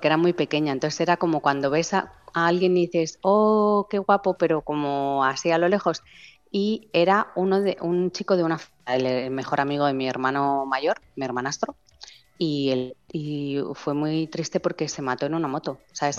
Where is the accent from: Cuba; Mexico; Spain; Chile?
Spain; Madrid, Community of Madrid; Sí, somos de Madrid, yo vivo en Madrid, pero paso muchísimo tiempo entre Ibiza y Formentera.